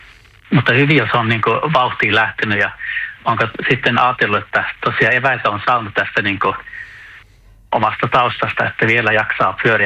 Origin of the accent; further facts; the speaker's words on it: Oulu, North Ostrobothnia, Finland; moved away as an adult; also born or lived in Örebro, Sweden; now in Stockholm, Sweden; Oulusta päin tuun alun perin, että on tämmöinen Nokia-lapsi, että kasvoin siellä Haukiputaalla ihan Nokia tuolta tehtaan vieressä ja isä oli siellä insinöörinä töissä